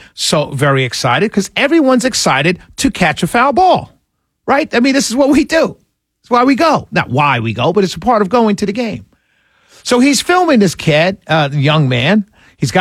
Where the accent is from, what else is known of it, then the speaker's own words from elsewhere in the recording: New York City, New York, United States; So when I was younger, I grew up in New York City, as many of you know.